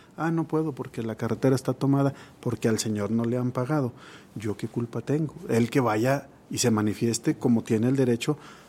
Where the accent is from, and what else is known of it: Mexico